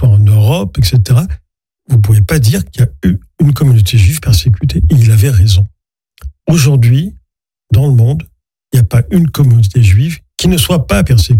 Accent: Morocco; moved away; Venant d'un pays arabe, pour moi, c'était la moindre des choses. Et dans ma jeunesse, au Maroc, je n'avais pas connu ça. On était des Français du Maroc, c'était avant l'indépendance, on est resté après l'indépendance.

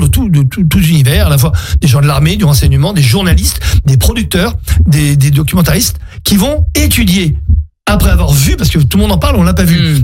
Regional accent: France; Moi, en tant que Français, oubliez que je sois juif, oubliez que je sois franco-israélien

